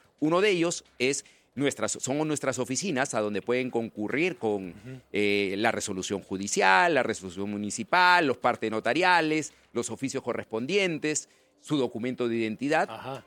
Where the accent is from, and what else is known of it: Peru